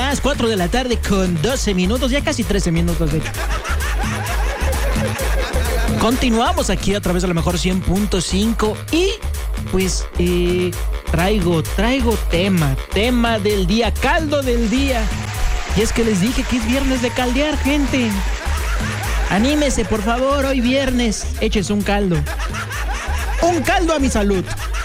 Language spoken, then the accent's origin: Spanish; Mexico; soy mexicano y me vale